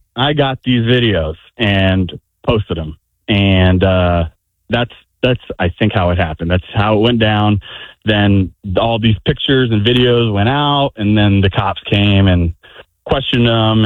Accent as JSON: {"language": "English", "region": "Florida", "country": "United States", "said": "I'm from Charlotte County."}